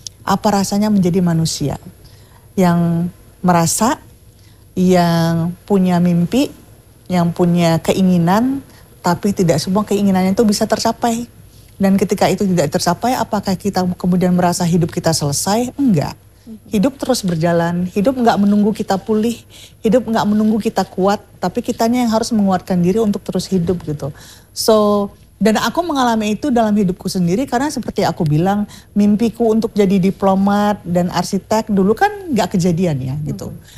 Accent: North Sumatra, Indonesia; Kalau aku orang Melayu Deli, kalau orang Melayu Deli itu panggil bapaknya itu Entu gitu.

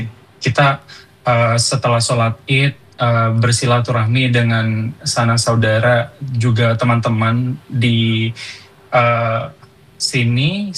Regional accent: Madura, East Java, Indonesia; moved away as an adult; now in Ireland; di kampung halaman saya di Madura, sate khususnya ya, itu yang paling utama.

